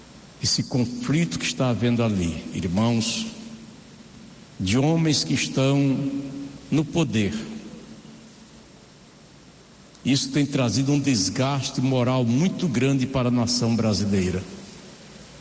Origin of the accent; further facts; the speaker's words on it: Brazil; Nós estamos aqui, neste país, somos brasileiros, graças a Deus